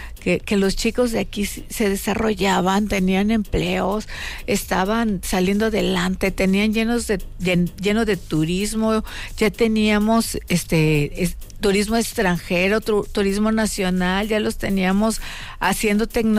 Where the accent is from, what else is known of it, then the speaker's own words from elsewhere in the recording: Chilpancingo, Guerrero, Mexico; born there; Yo nací en Chilpancingo. Yo hace 53 años vengo de una cuna pobre. Nosotros, o tu servidora, estudió escuelas públicas.